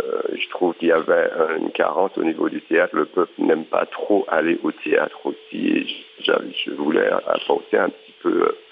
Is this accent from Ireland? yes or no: no; Martinique; also born or lived in metropolitan France; parce que moi, je suis martiniquais, ma terre me manquait après avoir passé 10 ans là-bas en métropole. J'avais envie de revenir ici.